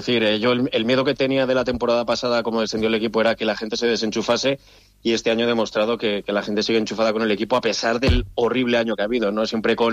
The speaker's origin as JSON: {"language": "Spanish", "town": "Valladolid", "region": "Castile and León", "country": "Spain", "said": "somos de Valladolid, aficionados del Valladolid y demás"}